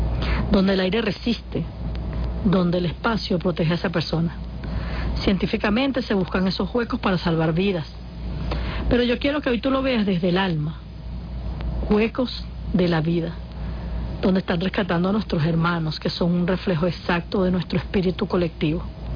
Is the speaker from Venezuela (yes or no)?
yes; Venezuela; Esos somos los venezolanos y debemos cultivar cada vez más eso.